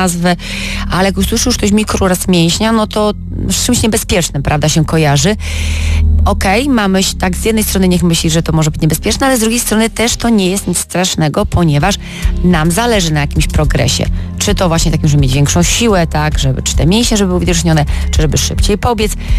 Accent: Opole, Opole Voivodeship, Poland; jesteśmy właśnie w Opolu, miasto nasze jest wybrane

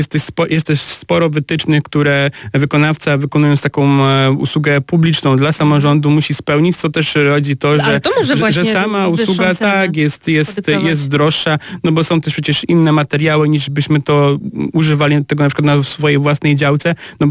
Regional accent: Opole, Opole Voivodeship, Poland; no są takie też pozytywne przykłady w ramach tego. No, ogromnym pozytywem jest to, co się zdarzyło u nas w Opolu

